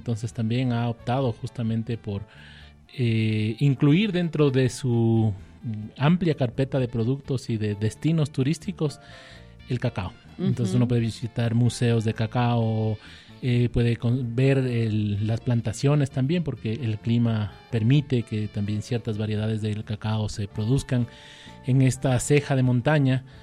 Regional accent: Quito, Pichincha, Ecuador; como ecuatorianos, como quiteños

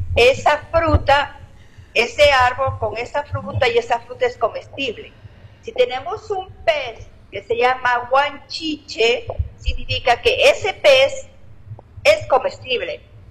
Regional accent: Ecuador

